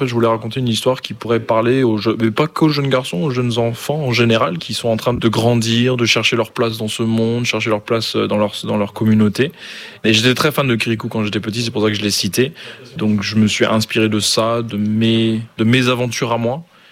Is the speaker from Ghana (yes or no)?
yes; Ghana; now in France; J'ai découvert One Piece alors que j'étais encore au Ghana. J'ai grandi en Afrique de l'Ouest où malheureusement on n'a pas vraiment accès à tout ça comme en France.